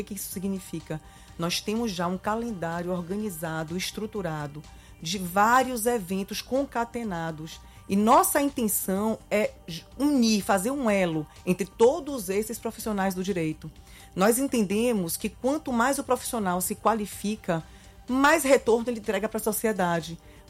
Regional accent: Bahia, Brazil; now in Ceará, Brazil; Eu cheguei da Bahia ontem à noite, já estou aqui hoje de manhã com vocês, com muita alegria, muito entusiasmo. A Bahia é uma terra incrível, uma terra maravilhosa, minha terra natal, mas o Ceará me acolheu

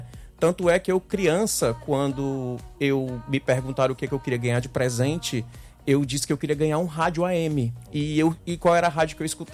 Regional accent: Fortaleza, Ceará, Brazil; also born or lived in Sertão dos Inhamuns, Ceará; ali no sertão dos Inhamus, eu acho, perto de Santa Quitéria, entre Santa Quitéria e Crateús. Nasci, fiquei um ano e pouco de idade, depois me criei aqui em Fortaleza.

